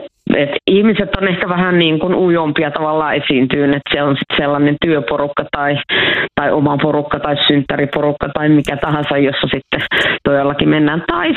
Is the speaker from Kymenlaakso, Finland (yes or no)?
no; Oulu, North Ostrobothnia, Finland; nyt on koulussa kotikaupungissani ilmakitaran 30-vuotiaat ja on aikoinaan toiminut siellä tuota, tällaisena kansainvälisenä ilmakitara-emäntänä jopa ihan tota, tämmöiseen dokumenttiin asti ja silloinkin käytiin karaokeessa, eli Oulun klassisessa karaokevaarissa